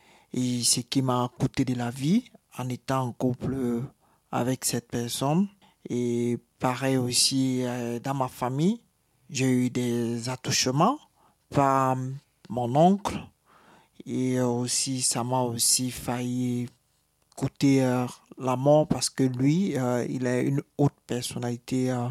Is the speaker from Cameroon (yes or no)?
yes; Cameroon; je viens du Cameroun, j'ai 34 ans, d'origine Sawa et Bamileke, de père Sawa et de mère Bamileke.